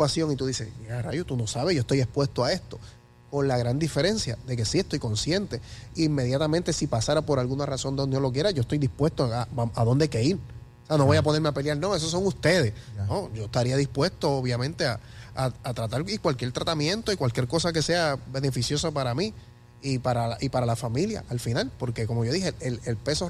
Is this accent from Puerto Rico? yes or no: yes; Isabela, Puerto Rico; para mi pueblo. O sea que tiene un valor sentimental, nostálgico. Ahí es donde yo me crié y se crió mi papá, es el pueblo de mi papá